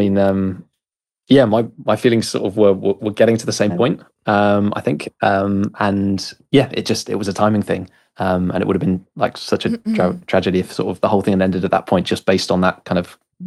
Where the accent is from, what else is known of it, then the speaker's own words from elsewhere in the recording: England, United Kingdom; as an Englishman.